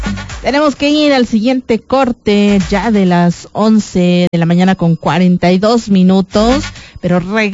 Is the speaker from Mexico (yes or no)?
yes; Mexico; nosotros como mexicanos